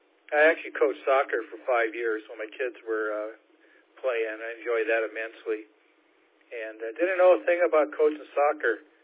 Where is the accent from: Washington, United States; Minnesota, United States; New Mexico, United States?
Washington, United States; Seattle; I remember my uncle, I grew up in the Seattle area, and my uncle in Eastern Washington had a farm, and we would go out there and visit.